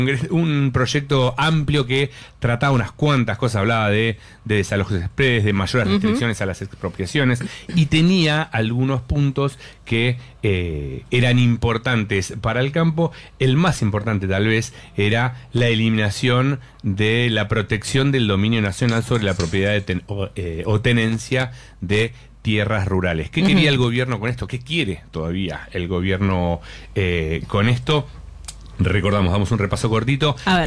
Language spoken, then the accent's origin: Spanish; Argentina; Soy argentino, me sobran las...